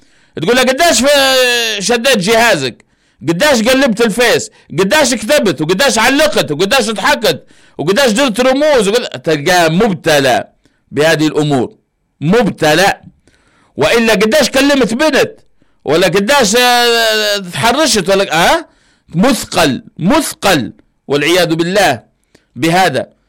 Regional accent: Libya; احنا في ليبيا

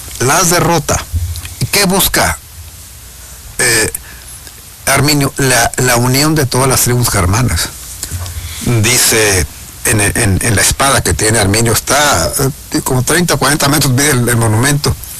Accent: Mexico; ¿nosotros los mexicanos no podemos volver al pasado para encontrar identidad?

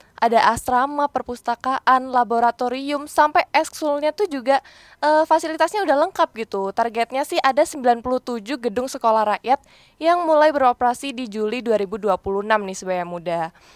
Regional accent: East Java, Indonesia; sebagai warga Jawa Timur

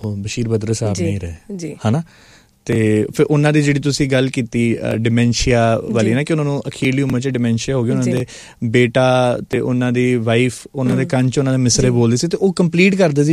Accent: Jalandhar, Punjab, India; ਅਸੀਂ ਜਲੰਧਰ ਦੇ ਆ

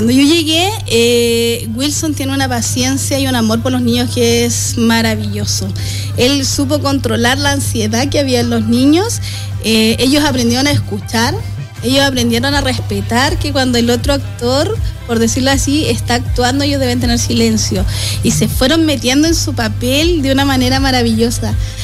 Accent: Pedro de Valdivia, Antofagasta, Chile; éramos chicos cuando yo vengo de Pedro de Valdivia y cuando llegamos era tal cual como estaba la escenografía.

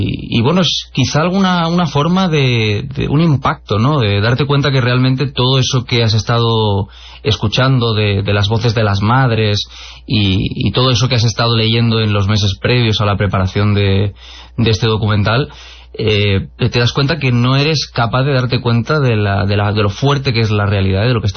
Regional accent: Spain; Como dices, es verdad que en otros países, yo personalmente que soy de España, creo que aquí sería una noticia nacional que estaría resonando en todos los lugares.

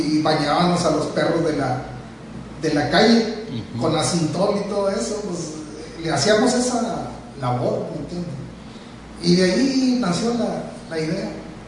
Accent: Villa Las Esperanzas, Coahuila, Mexico; De Vía Las Esperanzas, Coahuila.

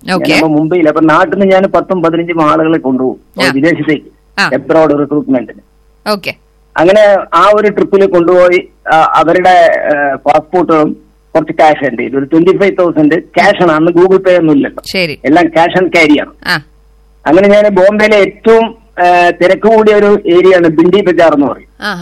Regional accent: Alathur, Kerala, India; also born or lived in Mumbai; now in Kanjikode, India; എന്റെ ആലത്തൂര്, എന്റെ നാട് ആലത്തൂരാണ്, ആലത്തൂര് എന്റെ വീട്ടിന്ന് ഒരു 500 മീറ്റർ അപ്പുറത്താണ് പഞ്ചായത്ത് ഓഫീസ്.

